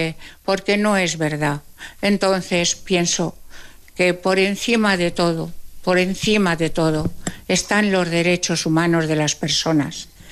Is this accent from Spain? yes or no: yes; La Puebla de Almoradiel, Castilla-La Mancha, Spain; born there; venir a la Puebla, donde yo tengo una casa Yo nací en la Puebla de Almoradiel.